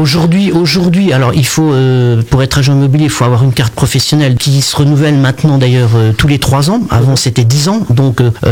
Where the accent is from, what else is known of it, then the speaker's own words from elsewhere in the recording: Corbigny, Bourgogne-Franche-Comté, France; Je suis originaire de Corbigny à la base